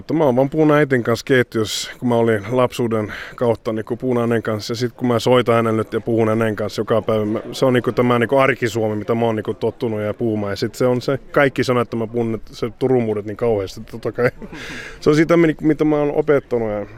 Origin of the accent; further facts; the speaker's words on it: Sweden; born there; mä oon Ruotsissa syntynyt, mä oon ruotsalainen ja mä kilpailen aina Ruotsin maa